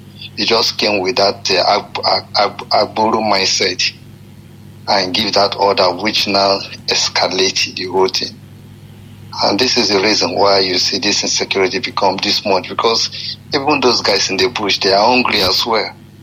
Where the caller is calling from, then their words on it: Dubai, United Arab Emirates; I'm calling from United Arab Emirates, Dubai.